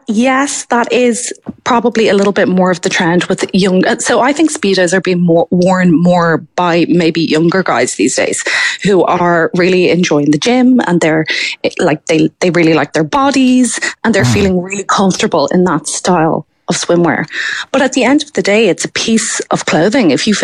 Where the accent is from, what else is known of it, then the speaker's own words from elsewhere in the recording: Ireland; But, you know, as Irish, I think there's a lot of elements of style that we would be quite conservative on anyway.